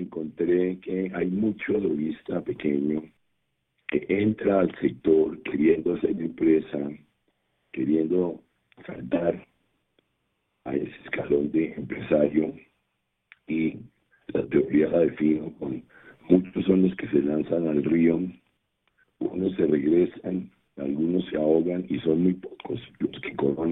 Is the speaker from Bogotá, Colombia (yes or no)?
yes; Bogotá, Colombia; Yo soy bogotano.